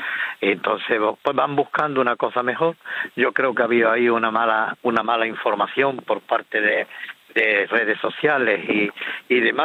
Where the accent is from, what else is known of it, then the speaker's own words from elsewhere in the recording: Ceuta, Spain; y yo soy de aquí de Ceuta y nacido aquí en Ceuta.